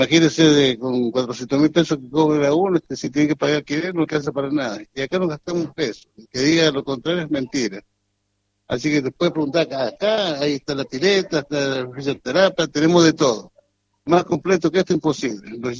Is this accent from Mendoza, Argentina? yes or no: no; San Juan, Argentina; Yo soy sanjuanino y allá no hay.